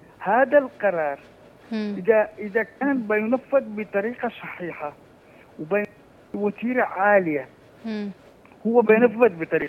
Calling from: Abyan, Yemen; أنا من أبيان برضو.

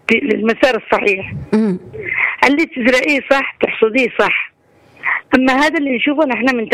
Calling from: Yemen; نحن اليمنيين

